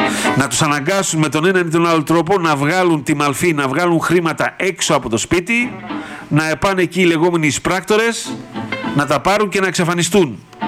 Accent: Greece; εμείς ως Έλληνες καταναλωτές

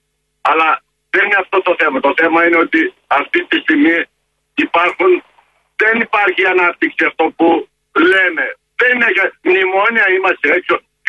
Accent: Greece; now in Germany; Εγώ δεν είμαι Γερμανός. Εγώ είμαι Έλληνας.

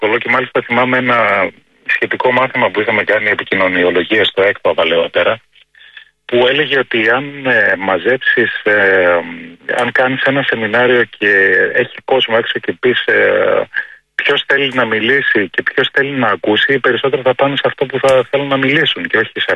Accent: Thessaloniki, Central Macedonia, Greece; Εγώ είμαι από τη Θεσσαλονίκη, γύρω στις 3:40 χθες το βράδυ

